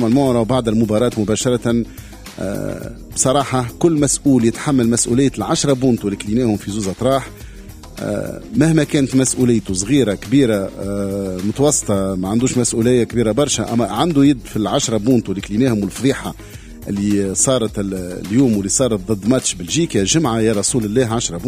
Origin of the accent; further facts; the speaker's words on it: Tunisia; أنا تونسي راني كيفكم،